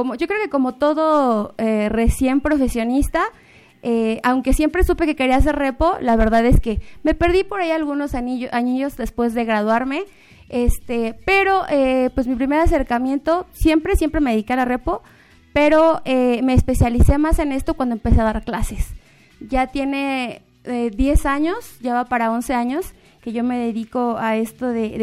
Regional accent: Apizaco, Tlaxcala, Mexico; Yo soy de Apizaco, bueno, Orillas en específico, pero Apizaco.

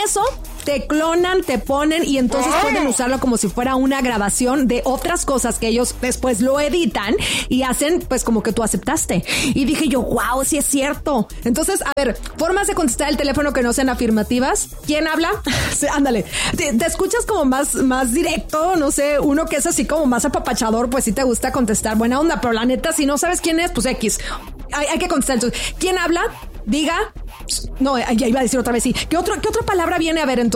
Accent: Mexico; como buen latino mexicano

